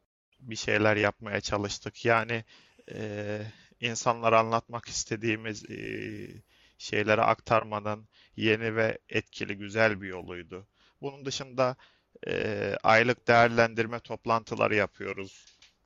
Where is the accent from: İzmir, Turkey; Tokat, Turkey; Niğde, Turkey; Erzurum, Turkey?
Tokat, Turkey; Tokatlıyım. Sosyal bilgiler öğretmeniyim. 16 yıl bitirdim. Tokat'ta yaşıyorum doğuştan.